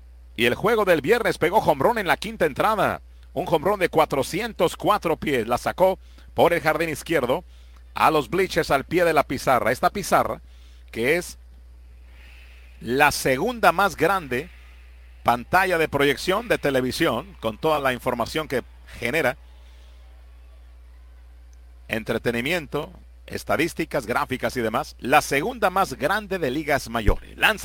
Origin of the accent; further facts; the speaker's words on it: Tijuana, Baja California, Mexico; Los que somos de Tijuana por muchos años, hacer una escala en San Juan Capistrano a desayunar antes de ir a Disneylandia.